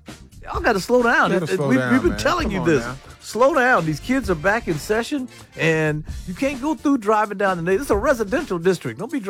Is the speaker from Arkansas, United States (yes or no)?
yes; Jacksonville, Arkansas, United States; And welcome back to school, especially to our Little Rock school, the Jacksonville, my hometown.